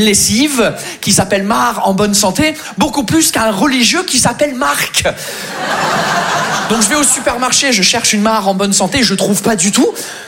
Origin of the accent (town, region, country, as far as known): England, United Kingdom; French is a second language; now in France